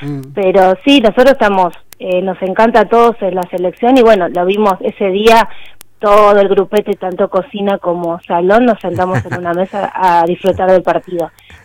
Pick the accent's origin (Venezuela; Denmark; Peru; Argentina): Argentina